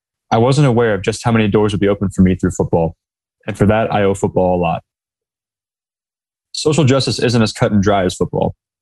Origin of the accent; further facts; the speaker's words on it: Fort Wayne, Indiana, United States; a white man inside of a gas station in my hometown of Fort Wayne, Indiana.